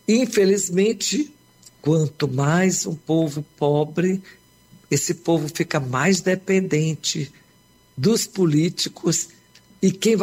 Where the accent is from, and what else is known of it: Maranhão, Brazil